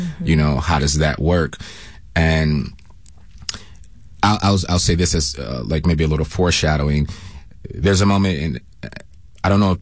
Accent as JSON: {"language": "English", "region": "England", "country": "United Kingdom", "said": "Listen, I'm an English guy."}